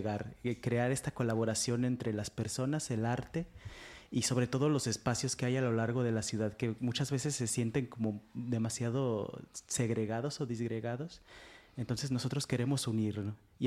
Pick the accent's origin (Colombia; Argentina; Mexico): Mexico; moved away as an adult; now in Ferrol, Spain; nosotros somos mexicanos, ya se nos escucha. Y llegamos aquí y nos enamoramos realmente de la cultura gallega. Entonces, estamos aquí muy enamorados de Ferrol, de la comunidad.